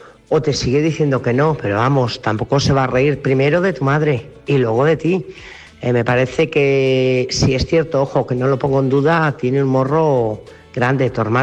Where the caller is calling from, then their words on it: Burgos, Castile and León, Spain; Buenas noches … corresponsal de Burgos.